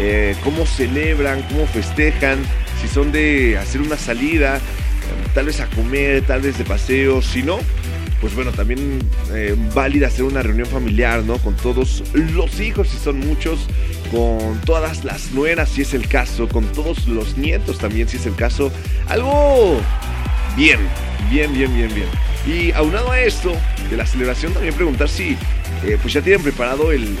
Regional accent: Mexico; para nosotros como mexicanos

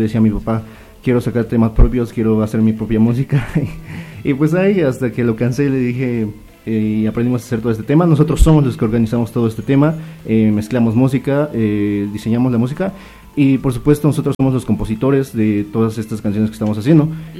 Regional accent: Yauhquemehcan, Tlaxcala, Mexico; orgullosamente tlaxcaltecas. Somos cerquita de aquí de Apizaco, somos de Santa Úrsula, Sinaloatepec, Yauquemecan

